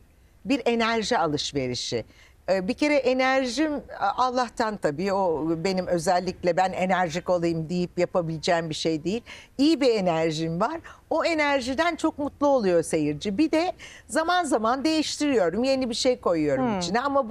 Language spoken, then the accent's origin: Turkish; Istanbul, Turkey; ben Büyükadalıyım. Büyükada'daki anılarım var. Sanatçılarla anılarım var. Kendi İstanbulluyum doğma büyüme.